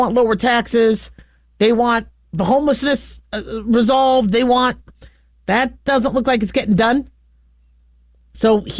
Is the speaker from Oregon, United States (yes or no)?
no; California, United States; moved away; I'm from California. I love California. I can't wait to move back.